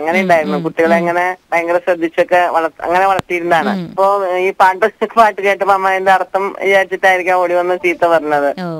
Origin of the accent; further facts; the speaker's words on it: Shoranur, Kerala, India; ഞാൻ ഷൊർണൂരാണ് ജനിച്ചത്. പരുത്തിപ്ര എന്ന് പറഞ്ഞിട്ടൊരു ബന്ധപ്പെട്ട തീരത്തുള്ള ഒരു വീട്ടില്.